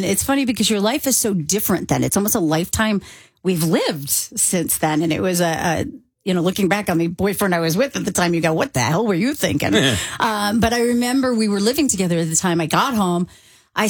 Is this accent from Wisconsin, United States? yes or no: no; New York, United States; moved away as an adult; now in Chicago, United States; I've been here 10 years. I grew up coming to Chicago, but yes, I am from New York